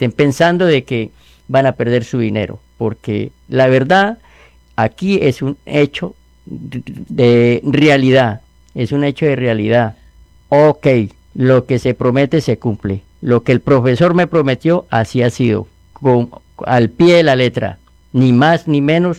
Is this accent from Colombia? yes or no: yes; Puerto Wilches, Santander, Colombia; Yo soy de Puerto Wilches, Santander.